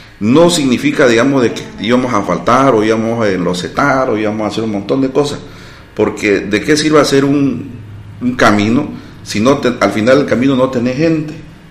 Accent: San Javier, Beni, Bolivia; Yo soy del municipio de San Javier.

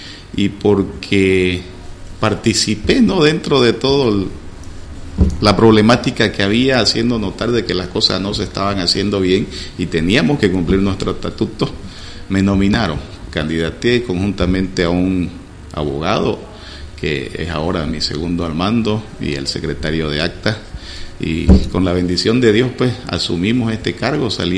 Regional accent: San Borja, Beni, Bolivia; Yo soy de San Borja, oriundo de San Borja. Mi padre es de San Ignacio de Mojos, que va a estar en fiesta este fin de mes, y mi madre es de San Borja.

